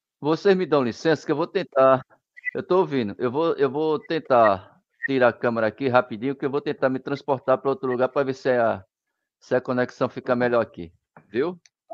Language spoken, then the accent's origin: Portuguese; Recife, Pernambuco, Brazil; sou de Recife, Pernambuco.